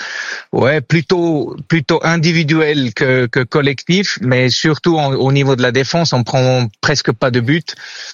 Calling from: Switzerland

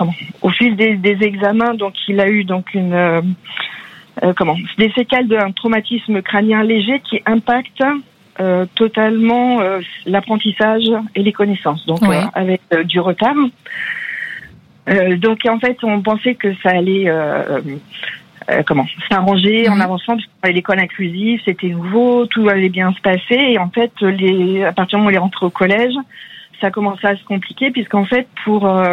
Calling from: Nouvelle-Aquitaine, France; j'ai une petite commune à 25 km de Pau, dans les Pyrénées-Atlantiques.

